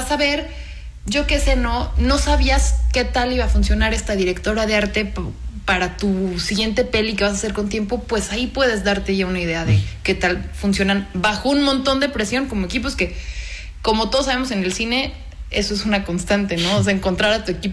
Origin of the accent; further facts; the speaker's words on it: Mexico; Bueno, yo soy mexicana, orgullosísima de serlo, pero tengo origen, entre otros, también francés, italiano.